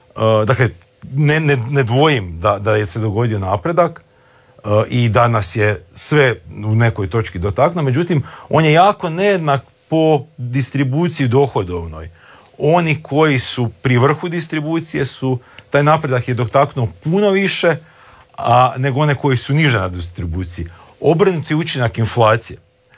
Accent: Slavonia, Croatia

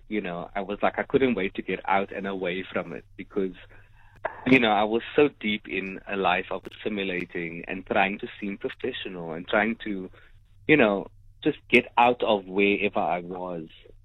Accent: South Africa; not only as a South African, but just as somebody living in this time.

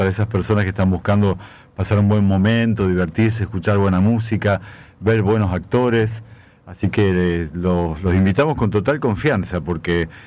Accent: Roldán, Santa Fe, Argentina; now in Rosario, Argentina; Yo no soy rosarino, yo soy rolandense

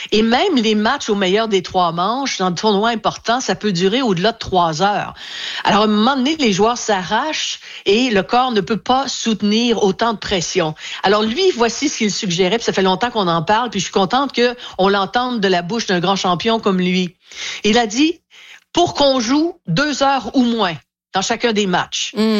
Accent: Montreal, Quebec, Canada; chez nous à Montréal

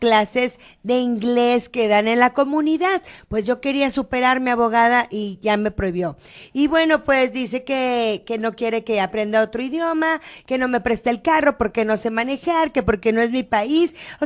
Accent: Mexico; moved away; yo como mexicana que soy, llegué a este país hace muchos años

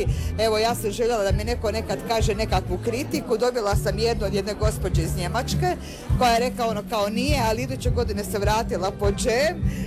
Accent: Slavonia, Croatia; moved away as an adult; now in Pelješac, Croatia; Pa evo, ja sam inače Slavonka, mi 11 godina živimo na Pelješcu, jer je suprug enolog i njegov posao nas je dovezao.

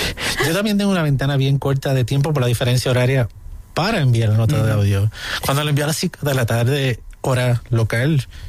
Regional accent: Puerto Rico; now in United States; Soy ciudadano americano, ¿a dónde me vas a mandar? Sí, me puedo ir a Puerto Rico, pero yo puedo estar aquí.

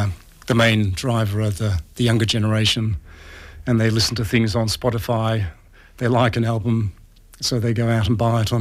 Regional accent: Melbourne, Victoria, Australia; I grew up in Heathmont

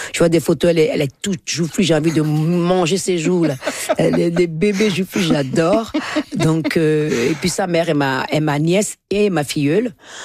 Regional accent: Benin; born there; je suis née au Bénin.

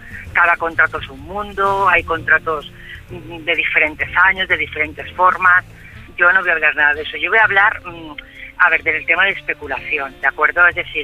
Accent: Valencia, Valencian Community, Spain

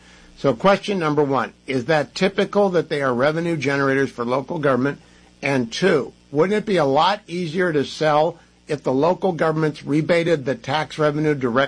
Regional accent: Warren, Ohio, United States; I'm from Warren, Ohio. It's in the heart of the Steel Valley, Trumbull and Mahoning County, and it became the burnover district due to deindustrialization.

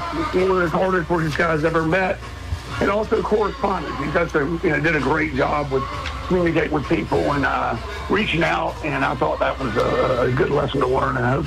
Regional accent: Tucker, Georgia, United States; I grew up in Tucker

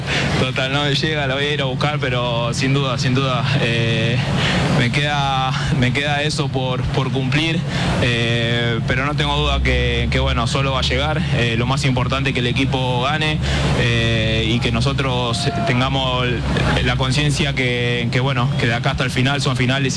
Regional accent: Argentina; como argentinos sabemos lo que es Leo para nosotros, es nuestra bandera

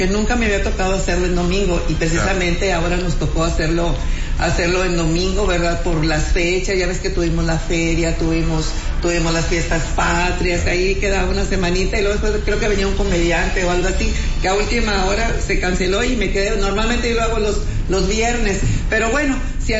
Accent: Mexico; Siempre he dicho que no somos mexicanos nada más en septiembre, somos mexicanos todo el año, ¿verdad?

